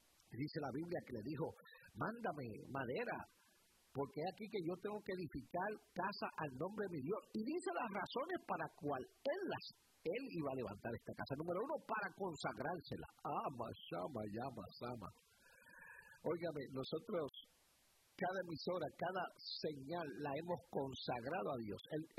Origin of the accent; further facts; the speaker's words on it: New York, United States; born there; yo soy puertorriqueño, nacido en Nueva York